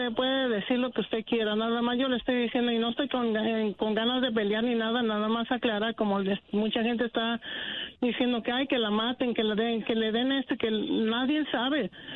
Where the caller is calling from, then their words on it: United States; hablo mi español así, pero así como hablo el español, hablo en inglés, porque yo soy ciudadana americana y yo vivo aquí en los Estados Unidos.